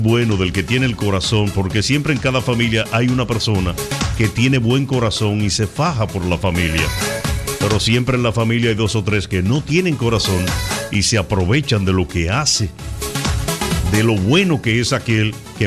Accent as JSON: {"language": "Spanish", "country": "Dominican Republic"}